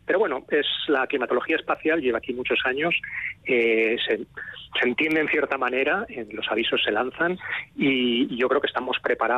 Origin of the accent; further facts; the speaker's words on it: Pamplona, Navarre, Spain; soy de Lodosa, en realidad son mis padres, yo soy de Pamplona, y mis abuelos